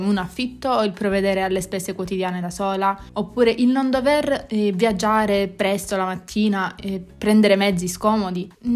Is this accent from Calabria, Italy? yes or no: yes; Catanzaro, Calabria, Italy; ho 23 anni, sono di Catanzaro